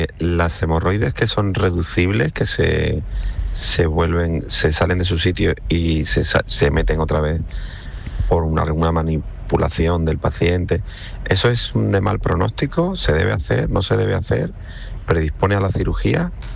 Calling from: Fuengirola, Andalusia, Spain; de Fuengirola.

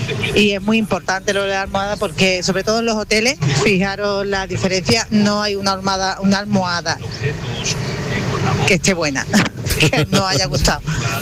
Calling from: Cártama, Andalusia, Spain; de Cártama.

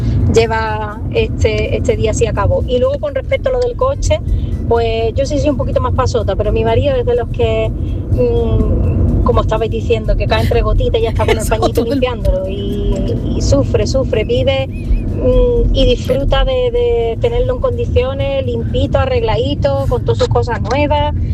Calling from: Vélez-Málaga, Andalusia, Spain; yo que vengo a trabajar desde Vélez Málaga para Zafarraya

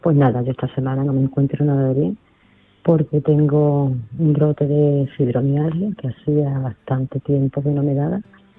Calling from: Seville, Andalusia, Spain; de Sevilla.

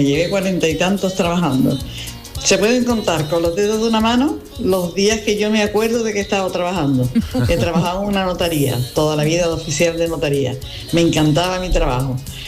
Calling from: Seville, Andalusia, Spain; de Sevilla. Mira, yo me jubilé con 58 años.

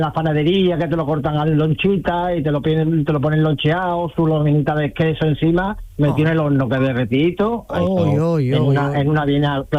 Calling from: Andalusia, Spain; por mi tierra

